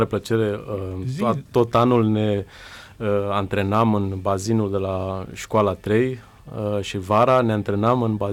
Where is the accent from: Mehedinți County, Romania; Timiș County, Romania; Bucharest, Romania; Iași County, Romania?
Bucharest, Romania; moved away as an adult; now in Constanța, Romania; Din zona sectorului 1, Basarab. Am crescut la școala numărul 3